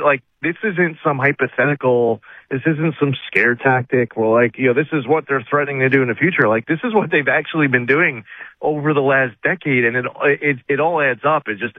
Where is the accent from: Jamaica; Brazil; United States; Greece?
United States; New York; I'm from New York.